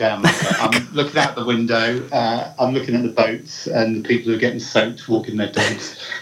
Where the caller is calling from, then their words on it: Portishead, South West England, United Kingdom; I'm calling from Portishead.